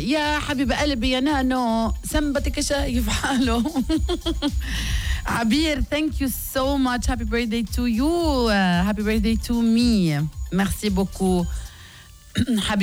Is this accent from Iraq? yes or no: no; Lebanon; نحن كشعب لبناني